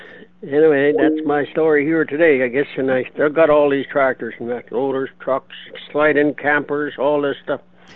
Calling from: Manitoba, Canada; I'm calling from Cloudy Interlake.

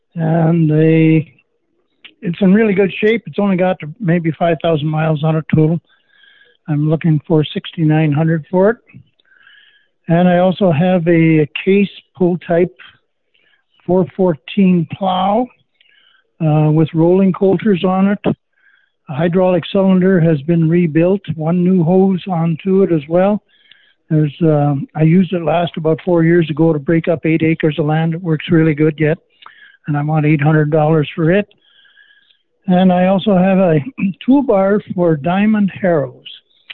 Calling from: Gladstone, Manitoba, Canada; Gladstone.

